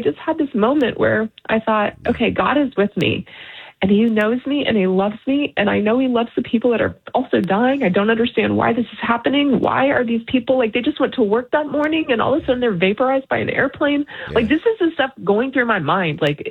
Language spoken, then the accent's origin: English; Houston, Texas, United States; I'm from Houston, I'm barely 23 years old.